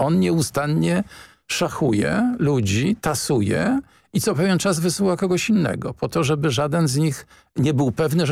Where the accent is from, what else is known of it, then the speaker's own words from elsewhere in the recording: Warsaw, Masovian Voivodeship, Poland; born there; Jestem z urodzenia warszawiakiem